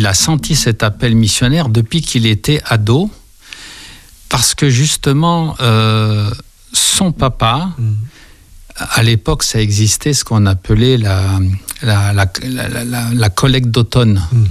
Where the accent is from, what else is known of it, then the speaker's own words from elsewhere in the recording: Morocco; born there; Et c'est là que je suis né au Maroc.